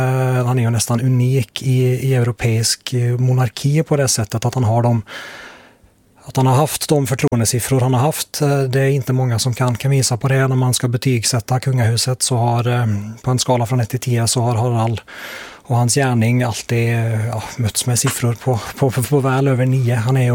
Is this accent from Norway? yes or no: yes; Norway; now in Sweden; många i mitt hemland